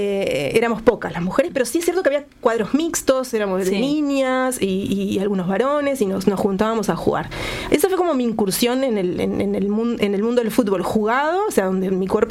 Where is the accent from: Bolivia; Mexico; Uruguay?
Uruguay; Montevideo; haber nacido en el barrio de La Teja